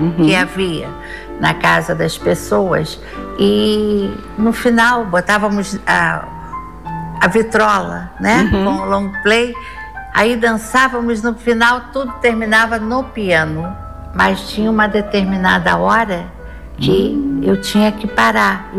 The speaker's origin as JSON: {"language": "Portuguese", "region": "Rio de Janeiro", "country": "Brazil", "tie": "born or raised there", "said": "Nasci no Rio de Janeiro, antiga Guanabara, e tive uma infância de muita educação"}